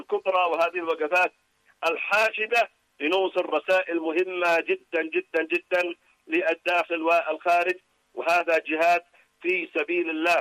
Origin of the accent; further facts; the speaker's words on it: Yemen; لا بد علينا كيمنيين أن نتوحد،